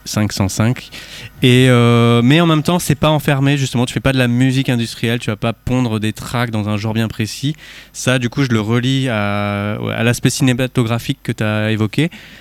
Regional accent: Rennes, Brittany, France; en tant que Rennais

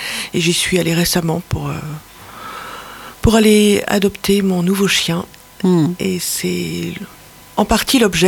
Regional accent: Versailles, Île-de-France, France; moved away; Versailles en particulier, qui est ma ville natale où j'ai longtemps vécu.

